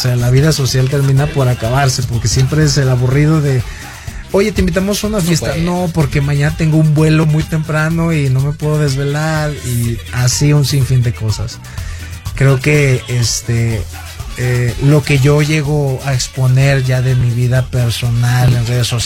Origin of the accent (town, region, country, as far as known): Mexico